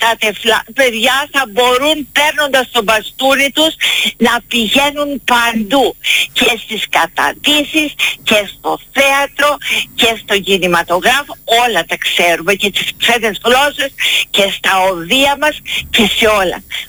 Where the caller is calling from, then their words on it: Crete, Greece; ένα τέτοιο μέρος που εγώ ζω, μια τέτοια Ελλάδα